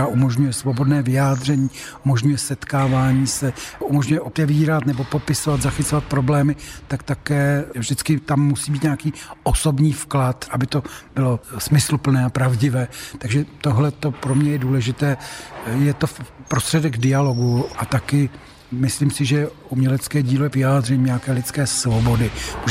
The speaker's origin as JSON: {"language": "Czech", "town": "Cheb", "region": "Karlovy Vary Region", "country": "Czechia", "tie": "born or raised there", "also_born_or_lived": "České Budějovice / Aš", "moved": "as an adult", "said": "Já jsem rodák z Chebu, to město mám do dneška rád, tam jsem taky vychodil gymnázium"}